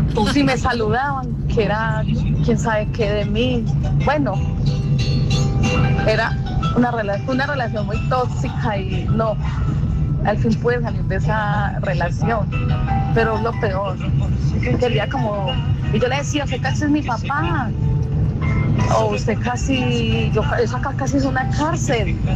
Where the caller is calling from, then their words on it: Santa Rosa de Cabal, Risaralda, Colombia; de Calle Santa Rosa de Cabal.